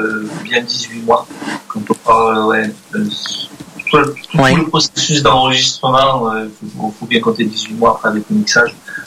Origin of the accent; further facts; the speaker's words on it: Marseille, Provence-Alpes-Côte d'Azur, France; On est natif du Sud, donc oui. Donc moi, j'ai tout le temps été dans le Sud